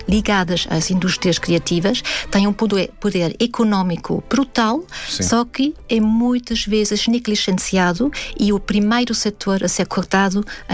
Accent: Salzburg, Austria; moved away; pronto, nasceu em Salzburg, que é a minha cidade natal

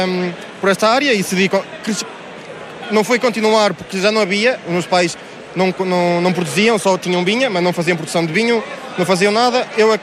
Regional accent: Norte, Portugal; Cresci nesta área, cresci no Douro, o vinho e vinha sempre tiveram no meu presente e no meu dia-a-dia

